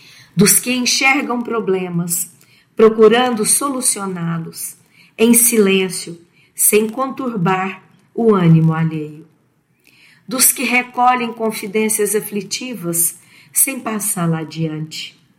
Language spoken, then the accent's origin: Portuguese; Uberlândia, Minas Gerais, Brazil; sou da cidade de Uberlândia e sou voluntária na Web Rádio Fraternidade.